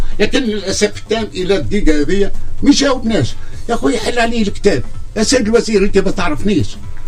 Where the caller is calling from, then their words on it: Tunisia; أنا مواطن تونسي كيفي كيفك